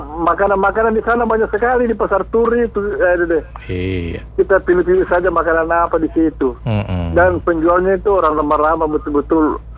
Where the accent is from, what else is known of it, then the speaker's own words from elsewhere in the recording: Makassar, South Sulawesi, Indonesia; Jadi kau pasti dari Makassar, saya bilang, iya bos, saya dari Makassar.